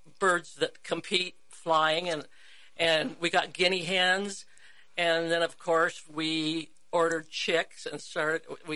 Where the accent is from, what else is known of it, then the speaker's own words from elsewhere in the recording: Windsor, Colorado, United States; also born or lived in Iowa; my parents moved back to my dad's hometown of Windsor, Colorado. Oh. Go Wizards. So I grew up there